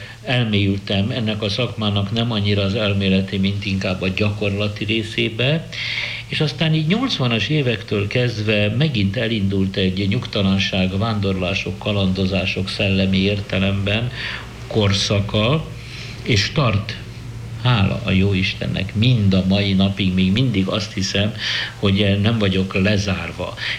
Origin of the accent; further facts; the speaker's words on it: Budapest, Hungary; kezdőfázis, amikor én lipotvárosi, polgári, jól nevelt, vallásos zsidó kisfiú vagyok. 1933-tól, amikor születtem, mondjuk tart 43-44-ig az első 10 év.